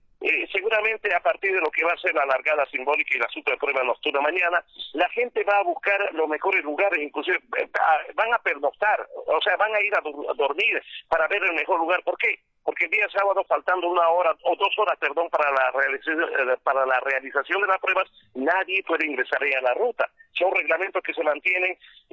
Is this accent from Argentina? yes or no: no; Santa Cruz de la Sierra, Santa Cruz, Bolivia; Yo vengo de Santa Cruz, Bolivia